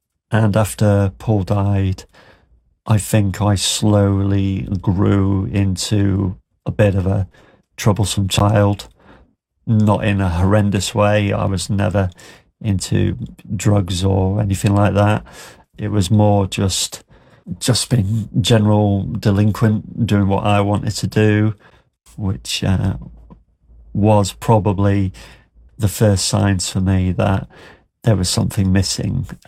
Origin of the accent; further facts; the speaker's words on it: Grimsby, Yorkshire and the Humber, United Kingdom; moved away; Originally, I'm from Grimsby.